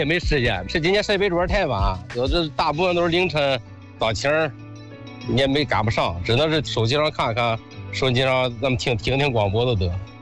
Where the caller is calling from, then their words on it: Baoding, Hebei, China; 我是河北保定的。